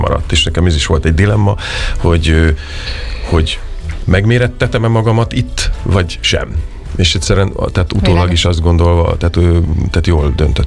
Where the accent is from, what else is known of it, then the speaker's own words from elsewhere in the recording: Debrecen, Hajdú-Bihar, Hungary; moved away as an adult; én debreceni vagyok